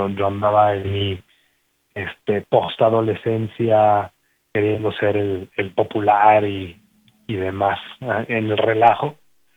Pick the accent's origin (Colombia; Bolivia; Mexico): Mexico; Guadalajara, Jalisco; yo soy de Guadalajara, tengo 36 años, soy el más grande de seis hijos.